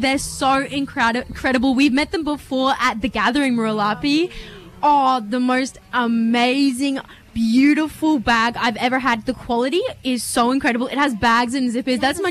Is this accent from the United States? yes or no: no; Townsville, Queensland, Australia; now in Brisbane, Australia; And I grew up in Townsville and then I moved to Brisbane, but I'm a Waka Waka woman.